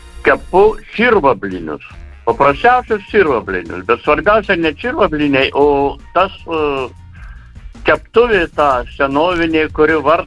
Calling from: Panevėžys, Panevėžys County, Lithuania; Panevėžys.

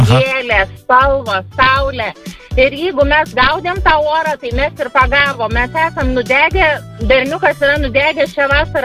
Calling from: Lithuanian seaside, Lithuania; Aš esu iš Pajūrio.

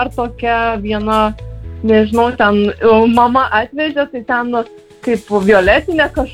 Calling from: Klaipėda, Klaipėda County, Lithuania; Iš Klaipėdos.

